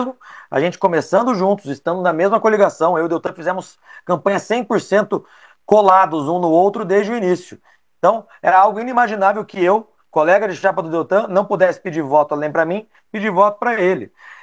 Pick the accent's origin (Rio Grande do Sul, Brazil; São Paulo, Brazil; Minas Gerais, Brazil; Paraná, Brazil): Paraná, Brazil; Londrina; Como um bom londrinense, Londrina, que já foi a capital mundial do café